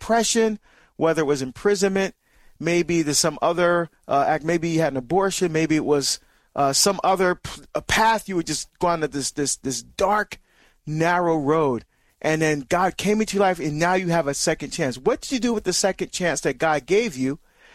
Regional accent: Barbados; moved away; We're going to Barbados this weekend, which is my home country.

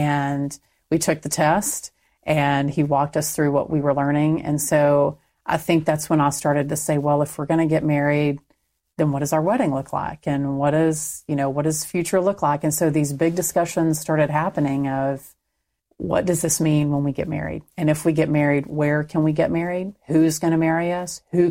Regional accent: Texas, United States; Growing up in Texas, it was okay to save the baby, but perfectly normal to execute the criminal.

